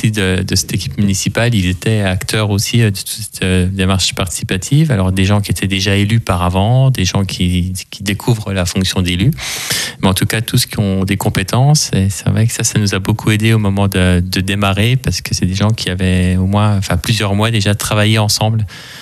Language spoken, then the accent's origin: French; La Bresse, Grand Est, France; je suis Bresseau, j'ai toujours habité à La Bresse, j'ai grandi à La Bresse, j'ai été à l'école et j'ai été dans beaucoup de clubs sportifs à La Bresse.